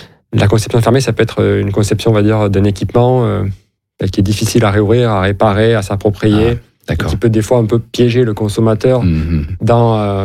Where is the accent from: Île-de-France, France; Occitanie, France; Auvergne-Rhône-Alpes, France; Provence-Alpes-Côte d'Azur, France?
Occitanie, France; born there; étant né dans l'Aveyron, la campagne